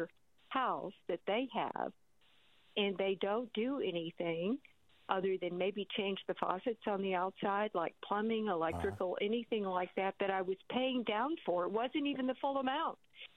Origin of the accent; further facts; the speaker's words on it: Dallas, Texas, United States; So did I. I grew up in Dallas, Texas. My mother. We went to the revivals.